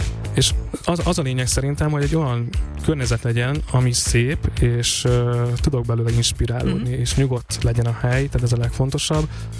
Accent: Békés, Hungary; ugye a Békés megyéből származom

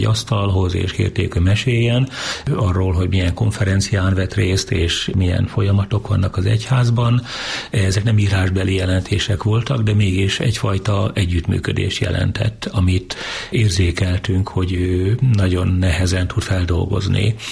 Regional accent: Budapest, Hungary; born there; also born or lived in Csögle, Veszprém County / Miskolc; Egy pap gyereknek a sorsát éltem át. Először még 6 éves korom még Dunántúlon, aztán Miskolcra került édesapám, 4 éven keresztül ott szolgált, és aztán kerültünk Budapestre, mikor ő tanítani kezdett az akkori teológiai akadémián.

